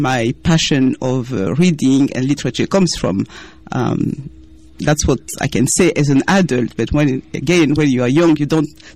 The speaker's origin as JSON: {"language": "English", "country": "DR Congo", "first_language": "Tshiluba", "said": "Yes, I would say Chiluba is my mother tongue, because that's the only language I spoke with my mother. My mother didn't speak French at all."}